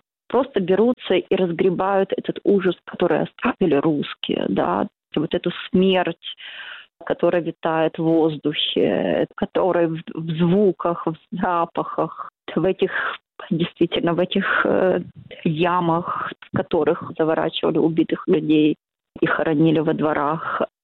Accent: Kyiv, Ukraine; also born or lived in Bucha; Буча — это место моего детства. Я киевлянка, я родилась и выросла в Киеве.

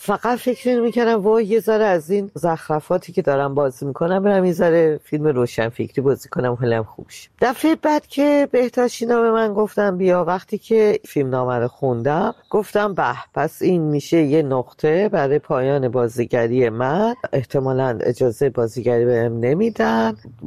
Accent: Iran; now in Germany; من 19 سال پیش از ایران اومدم بیرون.

